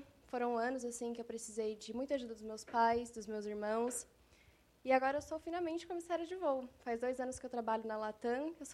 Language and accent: Portuguese; Turvo, Brazil; born there; Eu nasci no Turvo há 24 anos atrás